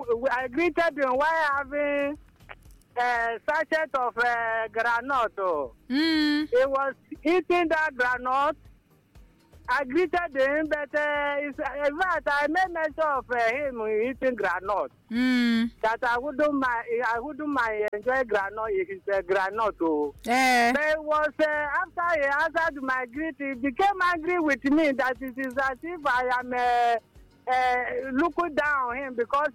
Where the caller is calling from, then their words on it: Agbapa, Nigeria; calling from Agbapa.